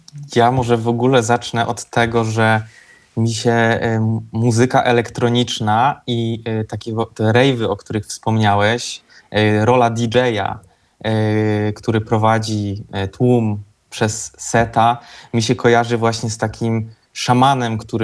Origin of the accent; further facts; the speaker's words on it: Silesian Voivodeship, Poland; also born or lived in Warsaw; now in Kraków, Poland; Ja nie jestem Krakusem, choć w Krakowie mieszkam przeszło 10 lat, ale z przerwą na Warszawę, gdzie jakoś tak właśnie poczułem potrzebę, żeby wyjechać, zaznać trochę innej energii, ale pochodzę ze Śląska.